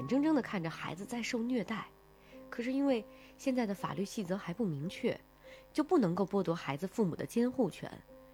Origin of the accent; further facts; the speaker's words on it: Northeast China, China; 我们老家在东北，